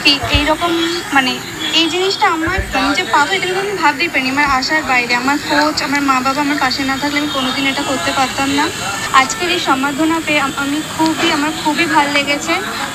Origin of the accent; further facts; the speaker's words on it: Kolkata, West Bengal, India; আমার বাড়ি সাউথ কলকাতা বেহালা, খেয়ালির সঙ্গে খেলতাম।